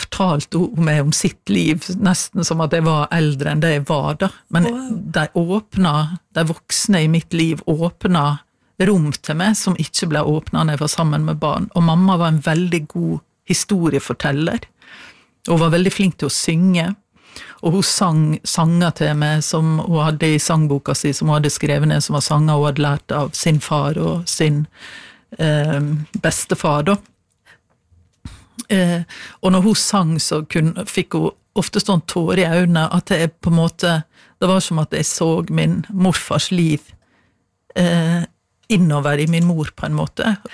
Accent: Møre og Romsdal, Norway; Du har fjorden, men du har også liksom Sunnmørsalpene, og det er jo et massivt fjelllandskap rundt der jeg vokste opp.

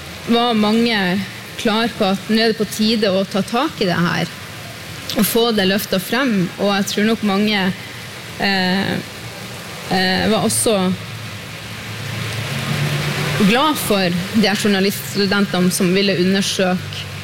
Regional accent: Sápmi, Norway; Det tok lang tid før jeg selv torde å fortelle ute i det store samfunnet at jeg er samisk.

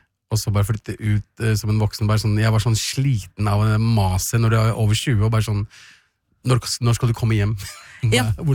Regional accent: Pakistan; I tillegg så er jeg pakistaner.

